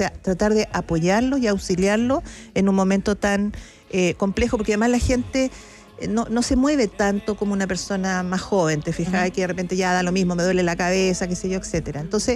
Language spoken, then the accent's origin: Spanish; Chile; Fíjate que nosotros empezamos a viajar como chilenos también hace poco.